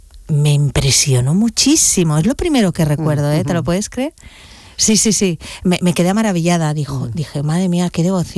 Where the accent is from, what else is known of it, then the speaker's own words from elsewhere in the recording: Valencia, Valencian Community, Spain; moved away as an adult; now in Andalusia, Spain; Tú sabes que yo me crié en Valencia.